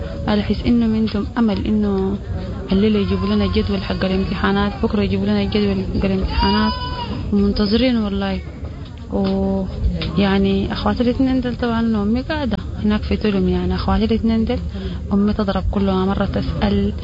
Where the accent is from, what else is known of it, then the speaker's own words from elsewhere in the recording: Omdurman, Khartoum, Sudan; يعني احنا جينا من الخرطوم من درمان، جات من بعيد شديد